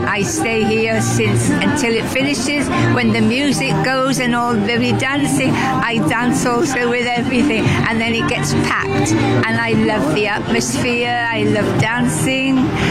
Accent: Gibraltar; It's a beautiful place. It's very friendly. It's a happy place. And I love my homeland.

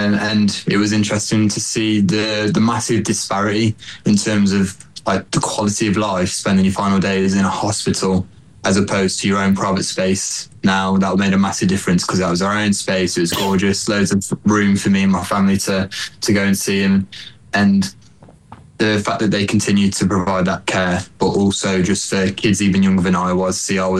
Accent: Rugeley, West Midlands, United Kingdom; my hometown of Rugeley

